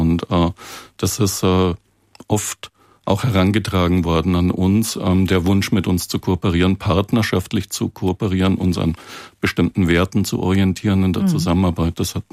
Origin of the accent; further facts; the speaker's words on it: Southern Germany, Germany; now in Bonn, Germany; Ich würde ein klassisches Jein antworten als Süddeutscher.